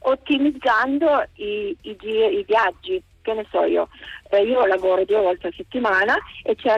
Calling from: Piedmont, Italy; io abito a 20 km da Asti

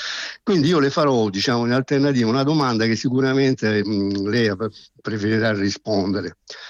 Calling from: Taranto, Apulia, Italy; telefono da Taranto.

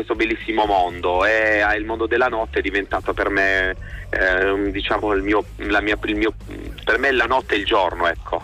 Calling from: Bari, Apulia, Italy; io sono di Bari … sono una drag queen pugliese

